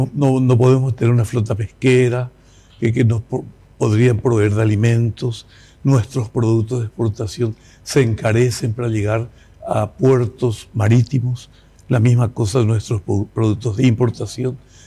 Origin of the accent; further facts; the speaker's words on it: Paraguay; Paraguay, el corazón de América. Realmente somos el corazón de América.